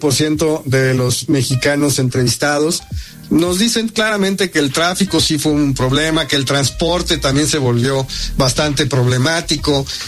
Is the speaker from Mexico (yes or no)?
yes; Mexico; Creo que otro punto importantísimo es que ahora sí jalamos como mexicanos unidos.